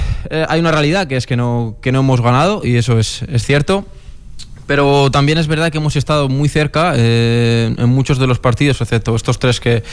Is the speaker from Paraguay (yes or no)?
no; Alicante, Valencian Community, Spain; also born or lived in Barcelona; now in Málaga, Spain; a mi tierra, bueno, Alicante